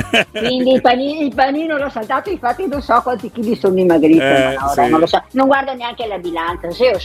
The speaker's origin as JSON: {"language": "Italian", "region": "Veneto", "country": "Italy", "accent": "Venetian dialect", "said": "parlare sempre di dialetto veneto, che è il mio dialetto"}